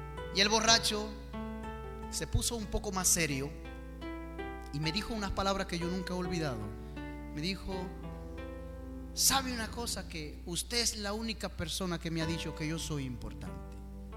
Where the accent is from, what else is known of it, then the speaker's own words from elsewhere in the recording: Dominican Republic; vengo de República Dominicana.